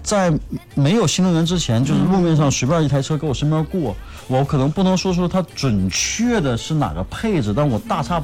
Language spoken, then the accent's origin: Chinese; China